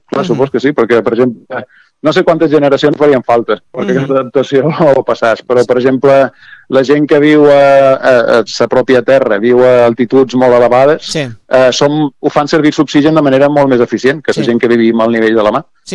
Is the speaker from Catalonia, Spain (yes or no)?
no; Balearic Islands, Spain; Jo som de Balears, així que més o menys...